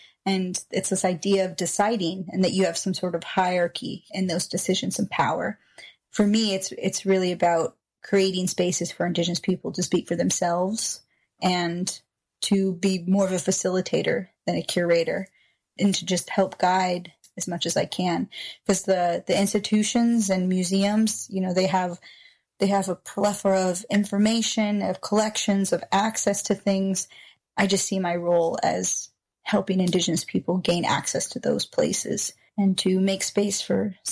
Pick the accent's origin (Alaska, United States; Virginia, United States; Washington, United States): Alaska, United States; Kenai Peninsula; also born or lived in Pyramid Lake Reservation, Nevada; I grew up on the Kenai Peninsula, though, so I'm Otna Athabascan. I'm also Paiute. So I was actually born on the Pyramid Lake Reservation in Nevada, but I only lived there for about a couple months of my life.